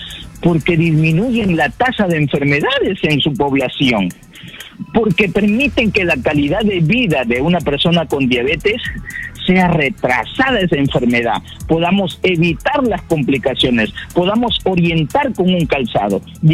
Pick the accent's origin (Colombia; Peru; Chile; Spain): Peru; a nuestras personas peruanas como nosotros, peruanos como tú y yo